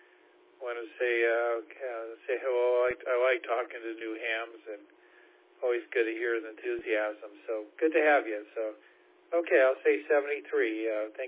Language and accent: English; Seattle, Washington, United States; moved away as an adult; now in San Francisco Bay Area, United States; I grew up in the Seattle area, came down here for a job in 1981